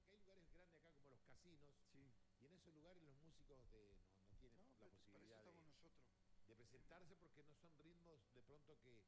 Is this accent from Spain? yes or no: no; Loncopué, Neuquén, Argentina; de Loncopué. Acá en Loncopué tenemos grandes grupos.